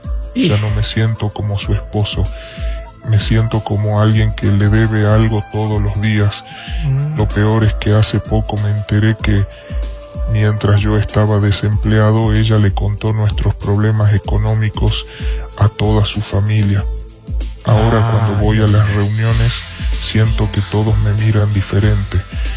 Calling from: Chiapas, Mexico; soy de Chiapas y llevo 12 años casado.

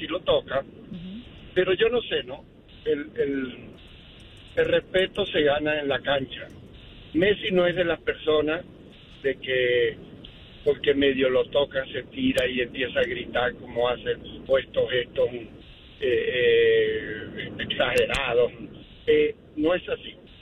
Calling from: Utah, United States

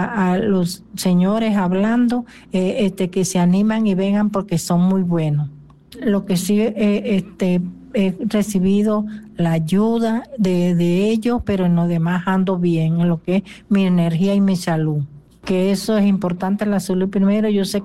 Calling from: Chiriquí, Panama; Soy de aquí, de Chiriquí.

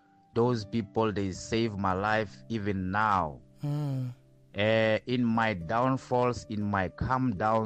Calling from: Springfontein, Free State, South Africa; in Springfontein.

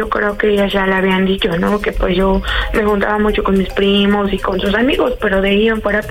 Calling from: Guadalajara, Jalisco, Mexico; tengo 24, soy de Guadalajara.

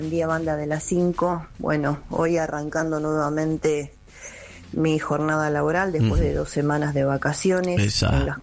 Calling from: Temperley, Buenos Aires Province, Argentina; de Temperley.

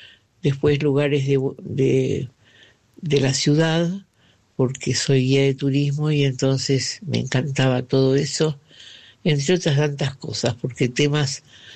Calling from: Boedo, Buenos Aires, Argentina; les deseo un hermoso sábado y domingo y lo mejor … de Boedo.

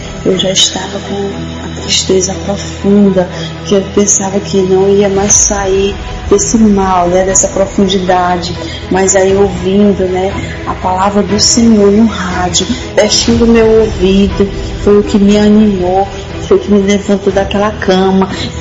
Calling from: Fortaleza, Ceará, Brazil; sou aqui de Fortaleza, Ceará.

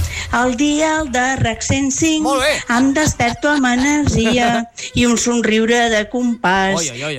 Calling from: Barcelona, Catalonia, Spain; de Poblenou

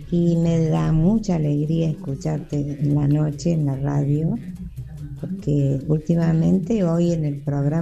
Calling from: Río Ceballos, Córdoba, Argentina; Te llamo desde Río Ceballos

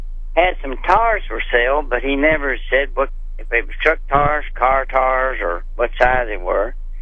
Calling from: Franklin, Missouri, United States

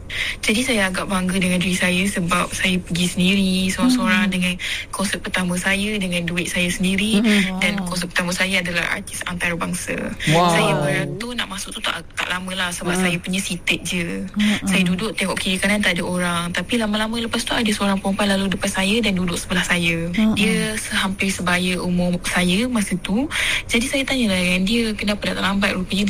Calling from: Ipoh, Perak, Malaysia; Saya pula orang Ipoh, memang jarang naik public transport dekat KL.

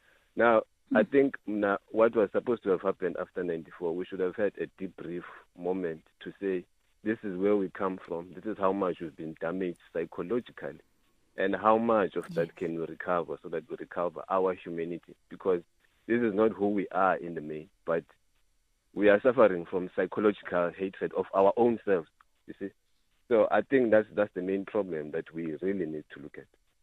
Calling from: Port Elizabeth, Eastern Cape, South Africa; I'm calling you from Gukombo.

